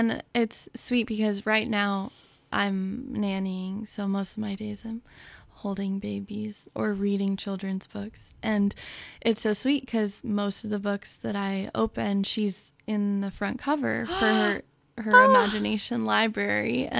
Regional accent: California, United States; born there; moved away as an adult; also born or lived in Texas; now in Olympic Peninsula, Washington, United States; I grew up mostly in California and kind of was back and forth to Texas. As well, and most of my family still lives there. And then I moved up to the peninsula in 2020

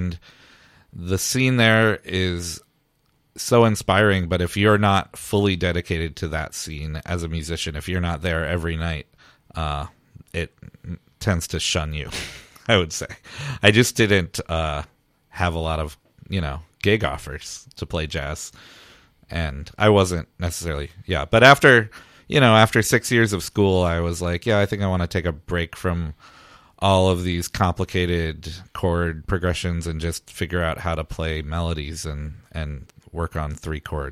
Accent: Fort Myers, Florida, United States; moved away as an adult; also born or lived in Jacksonville, United States / New York City, United States; I grew up in Southwest Florida, Fort Myers, of all places. Yeah, and I went to school at the University of North Florida in Jacksonville, pursuing jazz. Then I, from there, went to New York City

